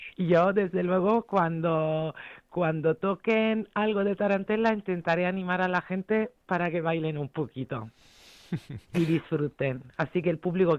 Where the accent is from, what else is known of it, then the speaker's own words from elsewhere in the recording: Italy; Spanish is a second language; moved away as an adult; now in Spain; Yo soy italiana, llevo aquí 26 años